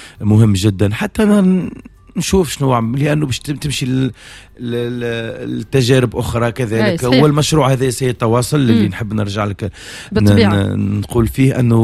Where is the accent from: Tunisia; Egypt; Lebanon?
Tunisia; بلادي تونس